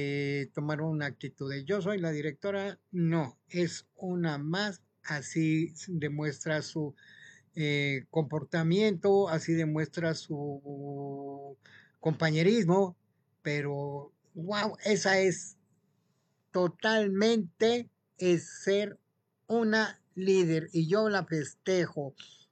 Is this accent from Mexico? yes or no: yes; Mexico; porque soy orgullosamente mexicano.